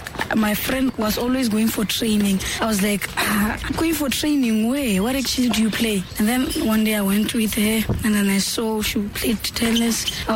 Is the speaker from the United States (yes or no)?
no; Central District, Botswana; it's not like I'm from Mahalape. I'm from a village called Mueng.